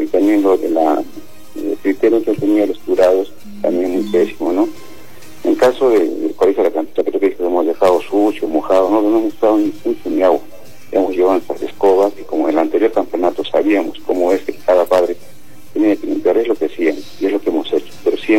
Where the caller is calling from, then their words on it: Arequipa, Peru; acá de Selva Alegre